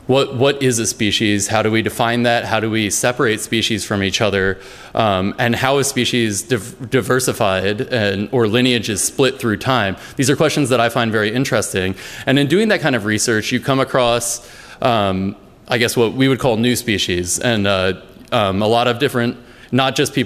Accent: East Coast, United States; I grew up and my dad and aunt and uncle were really into fossil hunting. I grew up on the East Coast.

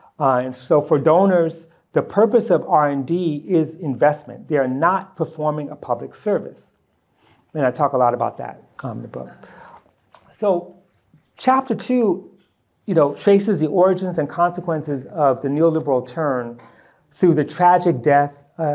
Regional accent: Harlem, New York, United States; And I was actually growing up in Harlem. He was only a few years older than me.

